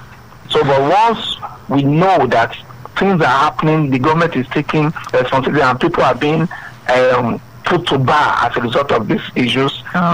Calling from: Lagos, Nigeria; I'm calling from Yanapaja, Lagos.

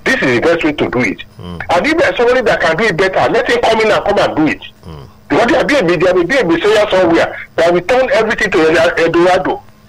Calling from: Lagos, Nigeria; I'm calling from Ogba.

